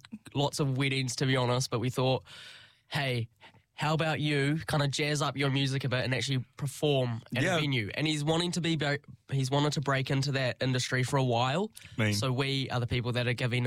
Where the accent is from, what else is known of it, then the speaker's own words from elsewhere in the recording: Hawke's Bay, New Zealand; moved away as an adult; now in Christchurch, New Zealand; I'm originally from Hawke's Bay. I came to Christchurch because of university.